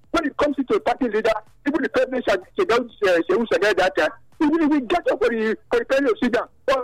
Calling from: Benin City, Edo, Nigeria; I'm Benin.

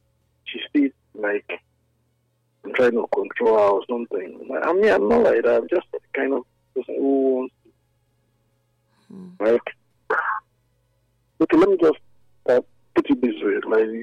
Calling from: Oluku, Edo, Nigeria; From Oluku

